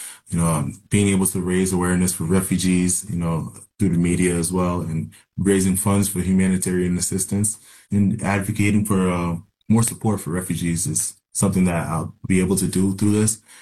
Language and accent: English; New Hampshire, United States; And eventually we were resettled with the help of the UNHCR into America, where I grew up in New Hampshire, and where I met the community, where I had other friends who were also refugees from maybe for Liberia, Congo.